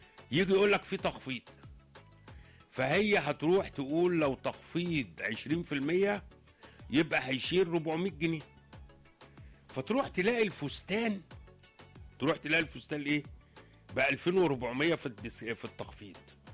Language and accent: Arabic; Egypt; كمستهلكين كمصريين